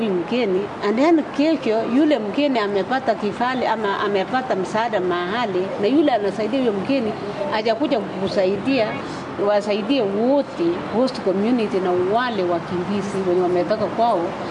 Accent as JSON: {"language": "Swahili", "region": "West Pokot County", "country": "Kenya", "said": "sababu mimi natoka upande wa West Bogot. Hakuna mwenye alikuwa naona msichana kutoka West Bogot anaweza fungua mlango ama anaweza pikana na watu dunia."}